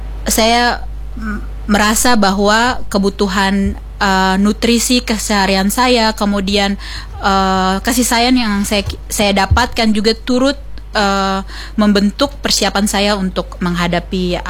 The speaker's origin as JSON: {"language": "Indonesian", "town": "Kaimana", "region": "West Papua", "country": "Indonesia", "tie": "born or raised there", "said": "Waktu kecil saya habiskan antara di Kaimana dan juga di Kampung Arguni. Karena kebetulan waktu itu bapak juga pernah menjabat sebagai kepala distrik di Teluk Arguni atas. Jadi saya menghabiskan masa SD di sana."}